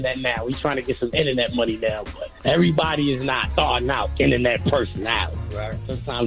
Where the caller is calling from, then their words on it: New York City, New York, United States; I'm from Queens. I'm from Corona, Queens, right?